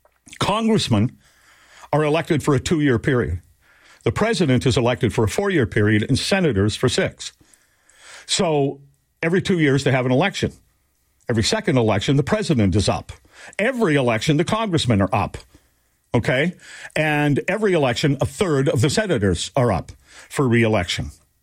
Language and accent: English; Manitoba, Canada; No, I'm Canadian. are from Manitoba.